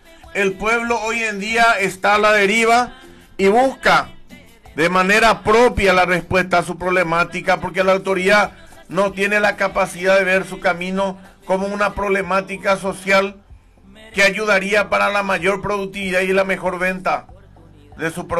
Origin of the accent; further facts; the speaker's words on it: Carapeguá, Paraguarí, Paraguay; le demuestro a mi pueblo